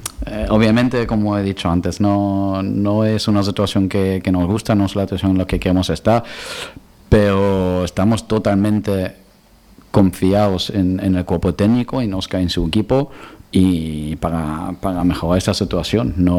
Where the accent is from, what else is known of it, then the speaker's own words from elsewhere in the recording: Balearic Islands, Spain; Somos baleares, que ya sabemos cómo es caer y levantarse